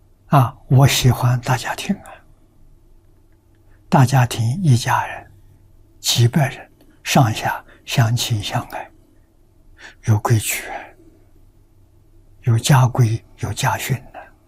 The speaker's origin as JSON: {"language": "Chinese", "region": "Anhui", "country": "China", "tie": "born or raised there", "moved": "yes", "said": "在家乡，啊，我们家乡占了一点便宜，占桐城派的光。啊，乡下的小朋友都读私塾，啊，我3岁从"}